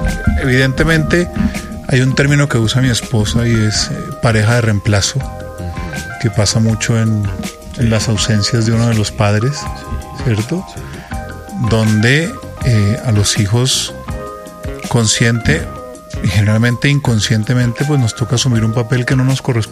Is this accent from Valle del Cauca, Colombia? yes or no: no; Ibagué, Tolima, Colombia; Pero es que yo recuerdo de niño estar en Ibagué y ver un avión en el cielo y decir... Ese es mi papá.